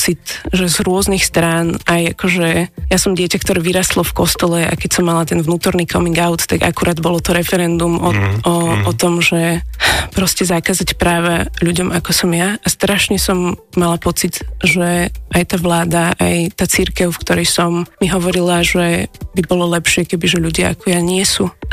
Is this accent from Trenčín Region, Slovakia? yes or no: no; Bratislava, Bratislava Region, Slovakia; Moja mama je z Prešova, môj tatino je z Gvinej. Takže, ale ja už som Bratislavčan.